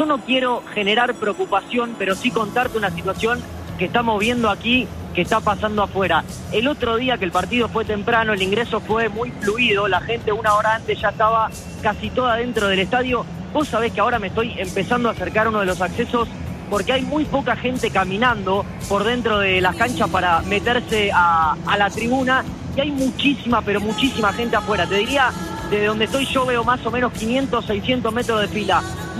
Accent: Argentina; Ah, bien, soy argentina.

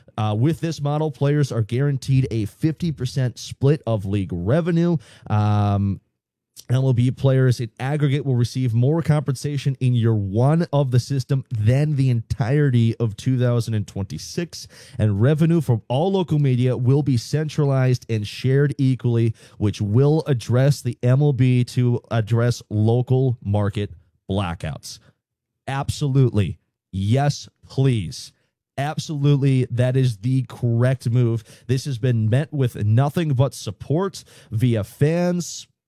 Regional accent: Wisconsin, United States; I was born and raised in Wisconsin.

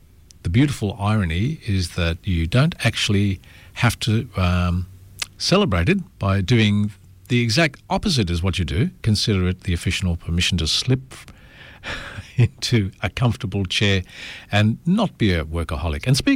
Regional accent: Australia; Now, being an Aussie, I didn't grow up with them

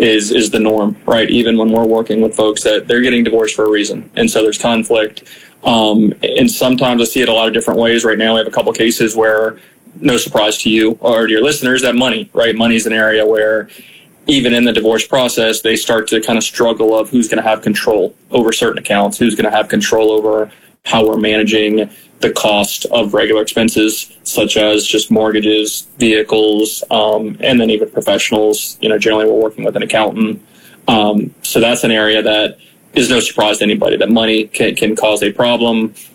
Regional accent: Palm Beach County, Florida, United States; came back to South Florida. I was born and raised down in Palm Beach County, Florida.

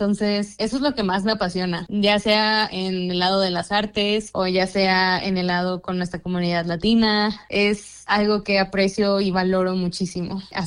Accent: Mexico; moved away as an adult; now in Telluride, United States; mexicana, llevo viviendo aquí en Telluride casi 2 años y medio.

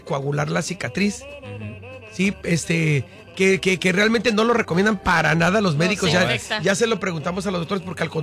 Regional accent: Tijuana, Baja California, Mexico; Yo soy tijuanense. Allá vivíamos en La Libertad.

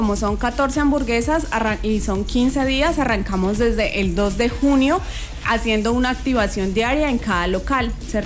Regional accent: Puerto López, Meta, Colombia; nosotros como llaneros.

